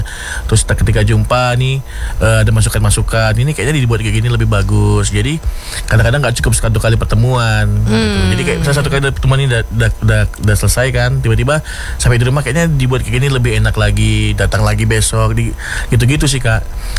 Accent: Medan, North Sumatra, Indonesia; untuk menjaga identitas sebagai orang Medan, mungkin dari secara bahasa ya.

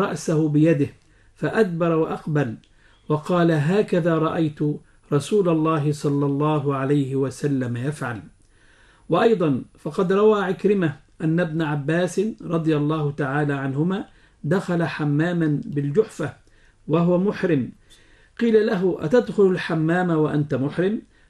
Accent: Egypt; وهو ما يعرف عندنا في مصر بالكمر

